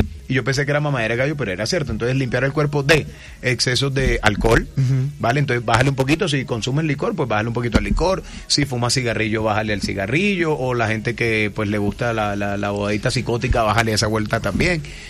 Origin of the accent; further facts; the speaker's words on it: Barranquilla, Atlántico, Colombia; soy barranquillero